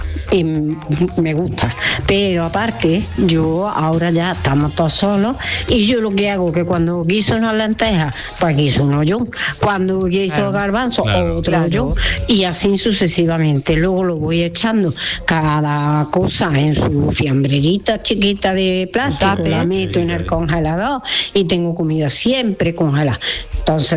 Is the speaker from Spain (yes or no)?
yes; Villafranca de Córdoba, Andalusia, Spain; de Villafranca, de Córdoba.